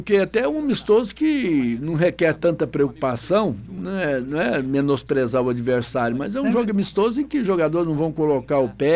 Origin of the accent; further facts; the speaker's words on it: Brazil; nós somos brasileiros, somos realmente bairristas, somos apaixonados por essa pátria